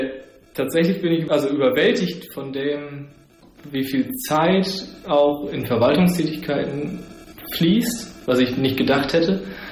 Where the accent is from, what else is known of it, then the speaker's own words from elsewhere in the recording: Lower Saxony, Germany; moved away as an adult; also born or lived in Leipzig / Nienburg; now in Moorhusen, Germany; ich bin aufgewachsen in der Nähe von Filsum mit zwei Geschwistern, bin dann zum Studium nach Leipzig gegangen, habe da 7,5 Jahre studiert, dann in die Nähe von Nienburg zum Vikariat